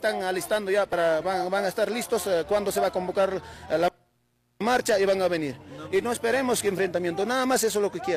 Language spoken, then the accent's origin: Spanish; Huancavelica, Peru; rogar a todo mi pueblo, Nación Chopja, a todo Huancavelica